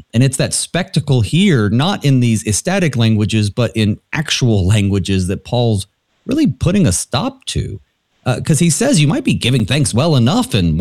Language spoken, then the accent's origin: English; the South, United States; having grown up outside of the Lutheran church down south